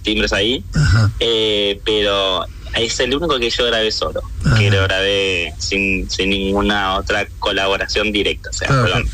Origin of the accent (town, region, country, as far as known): Argentina